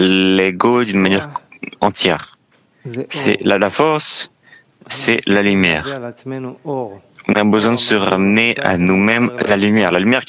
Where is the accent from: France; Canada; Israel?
Israel